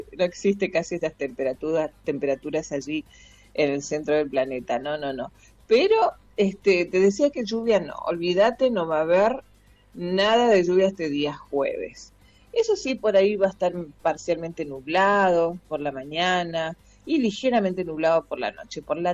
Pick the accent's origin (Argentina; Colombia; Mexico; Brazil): Argentina; Chaco; Parece que, primero que somos chaqueños, ¿eh? Así que esto no estamos tan acostumbrados, pero cuando hace frío por nuestra zona, sí que hace